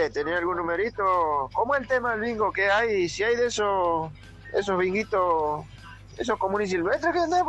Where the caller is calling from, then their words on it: Morón, Buenos Aires Province, Argentina; Yo no soy el salteño de Atalaya. Yo vivo Morón Sur. Morón Sur, papi.